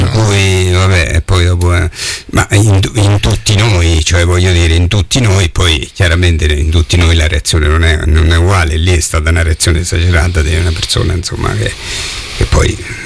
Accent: Macerata, Marche, Italy; Io ho vissuto sempre a Macerata, ho studiato fuori, però poi sono tornato, ho lavorato qui. È una città dove si vive bene

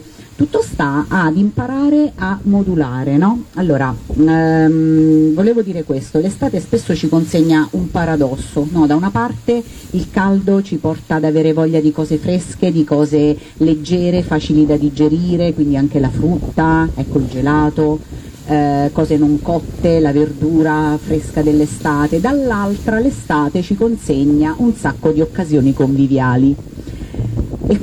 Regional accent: Apulia, Italy

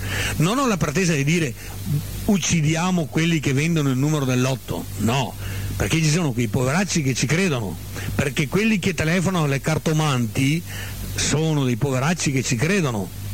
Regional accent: Veneto, Italy

